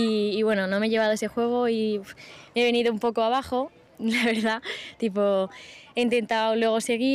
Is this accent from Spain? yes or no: yes; Zaragoza, Aragon, Spain; soy de Zaragoza